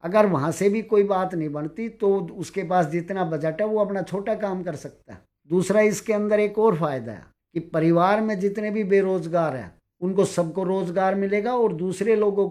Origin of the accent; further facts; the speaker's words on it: Delhi, India; मैं तो दिल्ली का ही रहने वाला हूँ